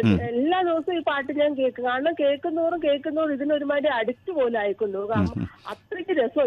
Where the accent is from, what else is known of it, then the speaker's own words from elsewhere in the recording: Tiruvalla, Kerala, India; born there; also born or lived in Kattakada, Thiruvananthapuram; now in North Paravur, India; ഞാൻ 1-4 ക്ലാസ് മുതൽ 10-ം ക്ലാസ് വരെ തിരുവല്ല ബോർഡിംഗ് സ്കൂളിലാണ് പഠിച്ചേ.